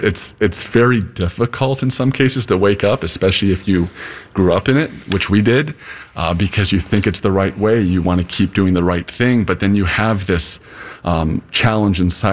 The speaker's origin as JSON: {"language": "English", "country": "Canada", "moved": "yes", "said": "I came from Canada. My siblings came down from Canada to join me later to work as well."}